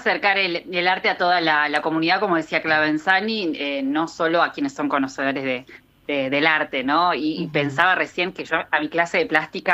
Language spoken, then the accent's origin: Spanish; Federal, Entre Ríos, Argentina; nosotros en la Maximio Saba Victoria de Federal Entre Ríos, donde yo nací y me crié